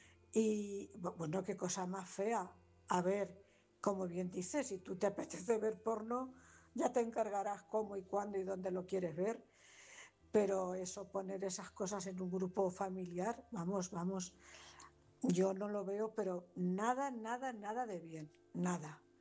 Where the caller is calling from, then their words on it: Cuenca, Castilla-La Mancha, Spain; corresponsal de Cuenca.